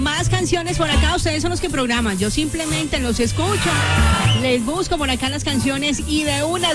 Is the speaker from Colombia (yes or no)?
yes; Tolima, Colombia; Mujer emprendedora ella, de Tolima, de mi tierra.